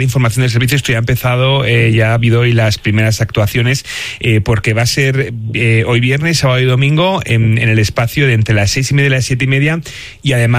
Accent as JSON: {"language": "Spanish", "town": "León", "region": "Castile and León", "country": "Spain", "said": "para los que somos de León"}